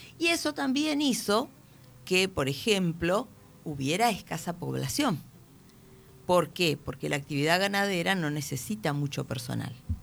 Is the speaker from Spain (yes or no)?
no; Entre Ríos, Argentina; also born or lived in Rosario, Santa Fe; quiero aclarar que soy más entrerriana que santafesina, porque lo de Santa Fe, mi nacimiento en Rosario es una coyuntura.